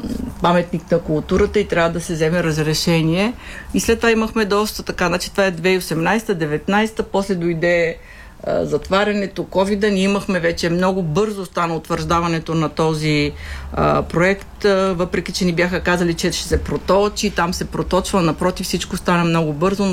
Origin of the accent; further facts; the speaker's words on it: Varshets, Montana Province, Bulgaria; born there; moved away; аз това разказвам, че съм родена от Вършечко